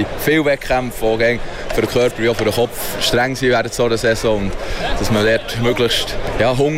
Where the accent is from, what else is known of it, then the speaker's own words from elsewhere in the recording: Bern, Switzerland; Und als Berner vielleicht noch etwas speziell.